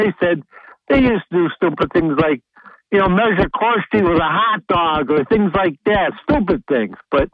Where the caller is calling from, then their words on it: Chenango Forks, New York, United States; in Tenango Forks.